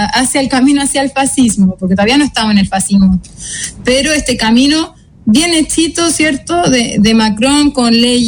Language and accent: Spanish; Chile; now in France; como yo como soy chilena y sigo las noticias chilenas